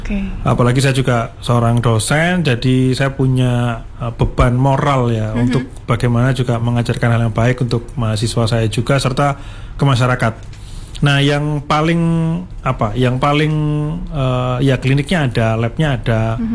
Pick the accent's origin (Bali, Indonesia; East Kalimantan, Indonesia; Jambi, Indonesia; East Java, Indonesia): East Java, Indonesia; Malang; born there; saya lahir di Malang